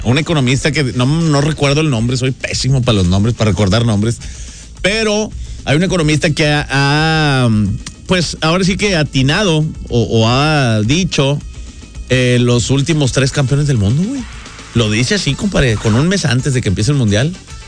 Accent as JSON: {"language": "Spanish", "country": "Mexico", "said": "Yo soy mexicano hasta el tope"}